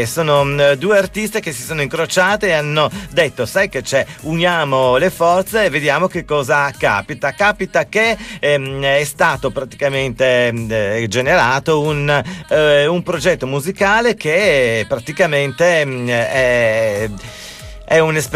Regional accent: Gorizia, Friuli-Venezia Giulia, Italy; Io vengo da Gorizia.

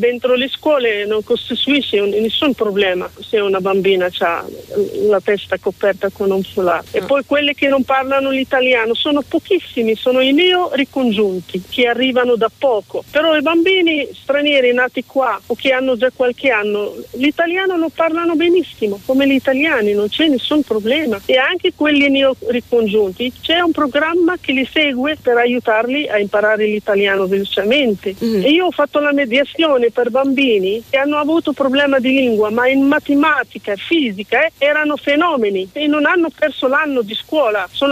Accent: Morocco; Italian is a second language; now in Italy; Io sono marocchina e parlo della cultura dove sono cresciuta

